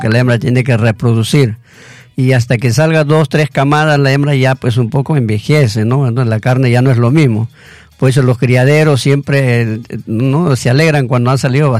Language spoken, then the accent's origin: Spanish; Mangas, Ancash, Peru; born there; moved away; los cuyes de mi pueblo, de Mangas